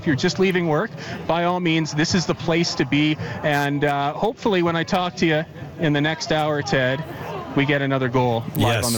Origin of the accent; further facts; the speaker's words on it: Canada; born there; as a Canadian soccer player